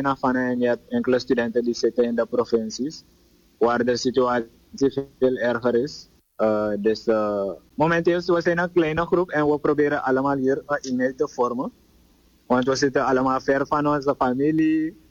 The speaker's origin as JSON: {"language": "Dutch", "country": "Suriname", "moved": "as an adult", "lives_now": "Cuba"}